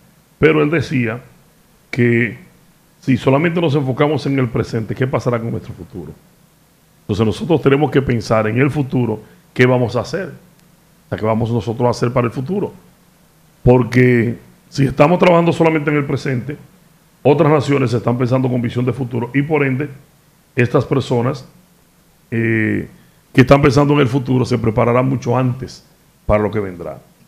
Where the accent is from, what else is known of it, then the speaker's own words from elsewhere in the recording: Puerto Plata, Dominican Republic; los puertoplateños